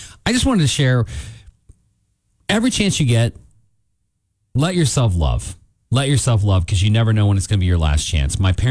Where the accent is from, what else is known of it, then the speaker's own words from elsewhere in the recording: Missouri, United States; moved away; back in my home state of Missouri